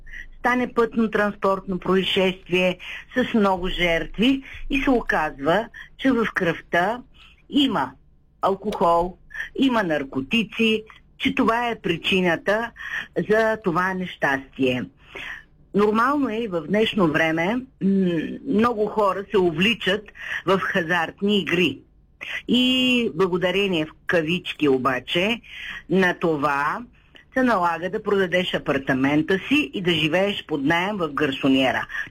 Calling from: Shumen, Shumen Province, Bulgaria; от Шумен.

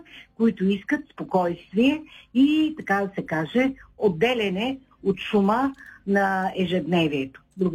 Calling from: Shumen, Shumen Province, Bulgaria; Здравейте, господин Герковски … от Шумен.

